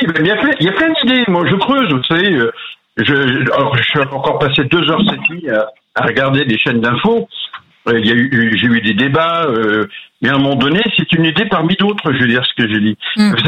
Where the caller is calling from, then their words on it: Bernay, Normandy, France; Je suis à côté de Bernay